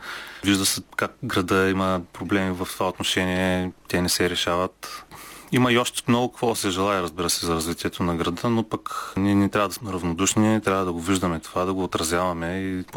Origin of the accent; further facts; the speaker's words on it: Targovishte, Targovishte Province, Bulgaria; Аз не съм от Варна, аз съм от Търговище, но като малък много често ме водиха тук и много се впечатлих от този прекрасен град.